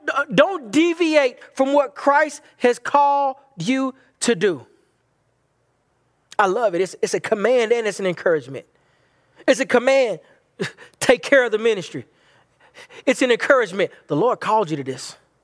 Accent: Bible Belt, United States; I do come from a background from where I'm from, in growing up in the Bible Belt

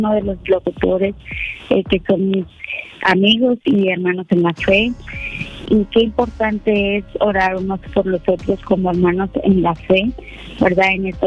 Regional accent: Nueva Rosita, Coahuila, Mexico; soy una fiel de escucha de Fusión, soy de Nueva Rosita, Coahuila, México

